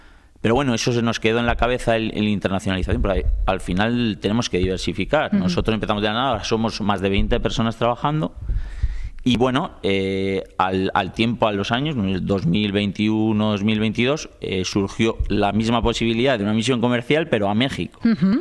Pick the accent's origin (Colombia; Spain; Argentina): Spain; Basque Country; Claro, o sea, somos vascos, vascos, ¿eh?